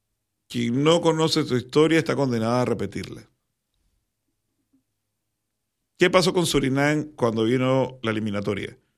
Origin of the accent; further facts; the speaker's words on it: Panama; ¿qué estaríamos nosotros como panameños, todos los panameños